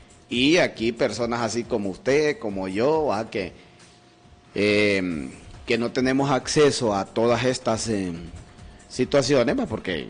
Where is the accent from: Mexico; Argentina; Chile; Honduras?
Honduras; así somos los hondureños